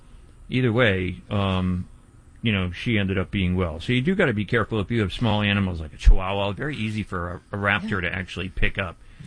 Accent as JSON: {"language": "English", "region": "Pennsylvania", "country": "United States", "tie": "born or raised there", "said": "when I grew up in Pennsylvania, way back when I grew up into a hunting family"}